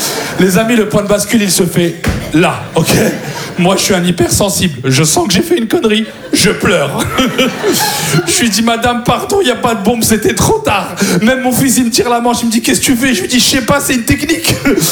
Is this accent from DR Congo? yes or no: no; France; je suis français